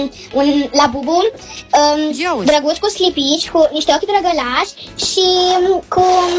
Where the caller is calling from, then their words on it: Cluj-Napoca, Cluj County, Romania; din Cluj și sunt sora Anastasiei, am 7 ani